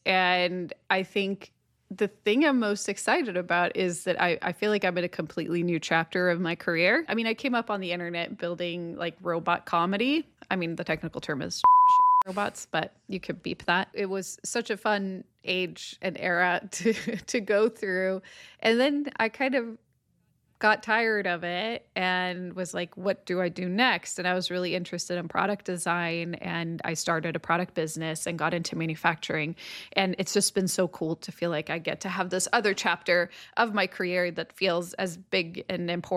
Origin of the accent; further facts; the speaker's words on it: Stockholm, Stockholm County, Sweden; I am from Stockholm, Sweden